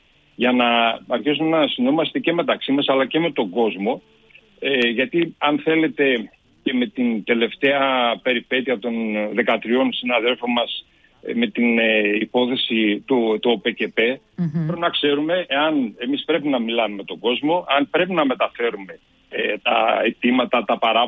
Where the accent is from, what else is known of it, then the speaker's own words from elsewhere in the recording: Central Macedonia, Greece; εγώ είμαι ντόπιος, δεν είμαι πόντιος, αλλά είμαστε μέσα στους πόντιους, έχουμε γίνει πόντι όλοι